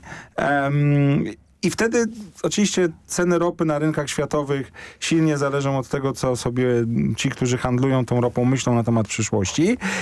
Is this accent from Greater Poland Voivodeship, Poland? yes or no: no; Warsaw, Masovian Voivodeship, Poland; ja jestem z Warszawy